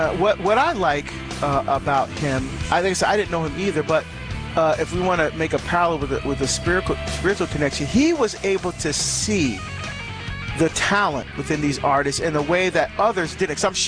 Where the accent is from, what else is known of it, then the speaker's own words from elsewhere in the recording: New Jersey, United States; you know, as we say, like down the shore, again, back in my home state